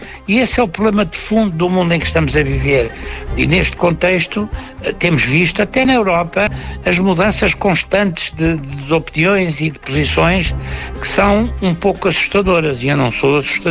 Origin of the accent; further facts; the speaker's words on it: Portugal; Nós somos todos gente que quer o State Dormund, somos nós portugueses